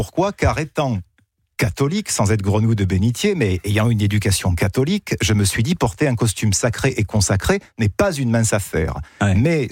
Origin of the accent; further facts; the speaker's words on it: Marseille, Provence-Alpes-Côte d'Azur, France; Alors que moi, je viens de Marseille.